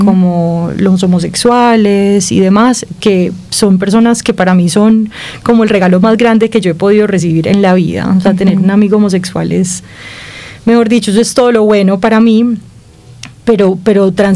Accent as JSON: {"language": "Spanish", "town": "Medellín", "region": "Antioquia", "country": "Colombia", "tie": "born or raised there", "said": "yo no crecí en la costa, yo crecí en Medellín, pero yo arranco para la costa, que estuve desde el año cero hasta los 17 años"}